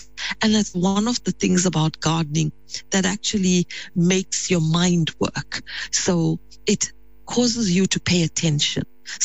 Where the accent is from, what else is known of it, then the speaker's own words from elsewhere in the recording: Pietermaritzburg, KwaZulu-Natal, South Africa; growing up in Pietermaritzburg